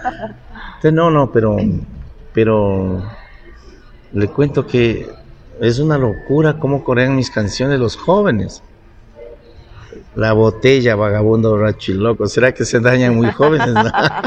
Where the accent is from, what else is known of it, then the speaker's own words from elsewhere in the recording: Cali, Valle del Cauca, Colombia; Yo soy nacido aquí en Cali, soy valluno, pero mis padres son nariños.